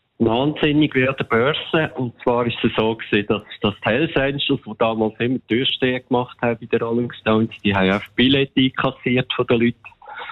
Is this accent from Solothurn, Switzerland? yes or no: no; Zeiningen, Aargau, Switzerland; hat da unser Gärtner von Zeinigen, wo ich aufgewachsen bin